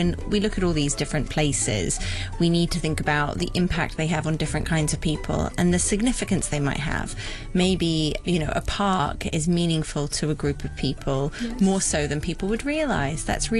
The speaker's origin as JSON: {"language": "English", "country": "Hong Kong", "tie": "born or raised there", "said": "but growing up in Hong Kong, there might have been a little shop that you like to go to or a small park or something"}